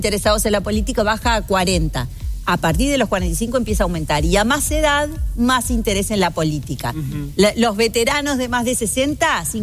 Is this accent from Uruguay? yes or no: yes; Uruguay